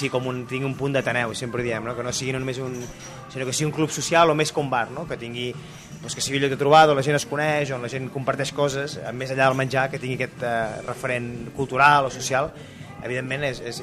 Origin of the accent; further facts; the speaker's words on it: Banyoles, Catalonia, Spain; now in Barcelona, Spain; Nosaltres ja havíem estudiat aquí a Barcelona, o sigui, som de Banyoles, però ja havíem estudiat, per tant ja havíem viscut a Barcelona